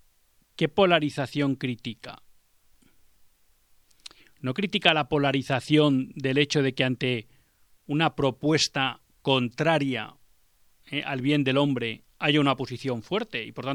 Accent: Spain

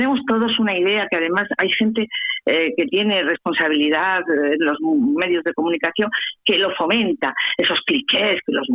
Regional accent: Granada, Andalusia, Spain; now in Gormaz area, Spain; yo soy granadina.

